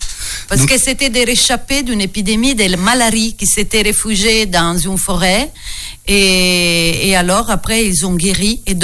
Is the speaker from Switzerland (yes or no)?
no; Apulia, Italy; French is a second language; now in France; c'est très pratique de savoir où me trouver en Italie. Il faut aller sur la pointe extrême du talon.